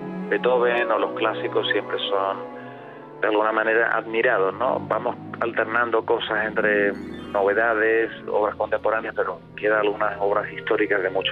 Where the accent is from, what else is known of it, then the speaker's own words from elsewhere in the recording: Málaga, Andalusia, Spain; yo vengo de Málaga, donde el mar también jugó una parte importante de la vida